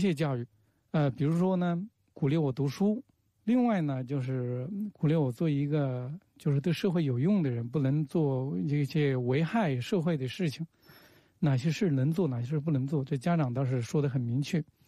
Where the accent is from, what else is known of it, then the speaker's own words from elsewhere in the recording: Huanggang, Hubei, China; moved away; 我小时候在农村长大的，从那个湖北黄冈的一个农村出来，